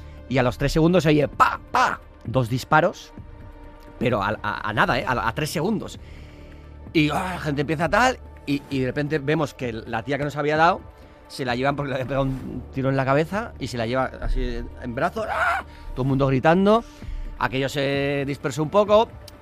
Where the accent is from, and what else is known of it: San Sebastián, Basque Country, Spain